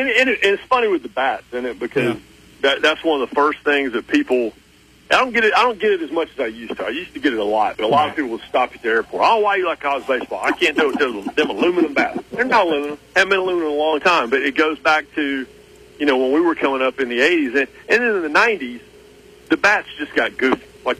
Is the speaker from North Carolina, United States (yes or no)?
yes; Raleigh, North Carolina, United States; growing up in Raleigh in the 80s